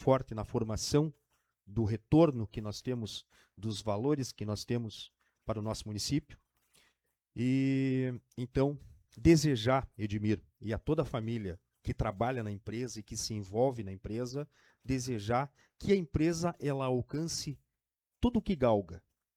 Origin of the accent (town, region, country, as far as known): Rio Grande do Sul, Brazil